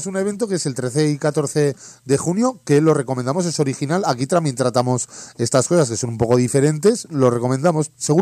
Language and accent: Spanish; Zaragoza, Aragon, Spain; born there; yo cuando era niño, hablando, en Zaragoza había 5 o 6.